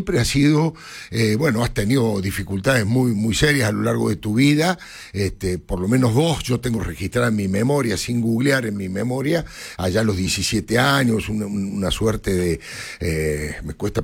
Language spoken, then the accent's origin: Spanish; Argentina; Yo soy argentino. Argentino.